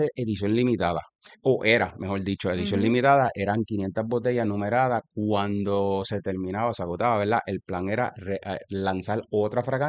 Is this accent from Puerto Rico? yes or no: yes; Ponce, Puerto Rico; yo soy de Ponce.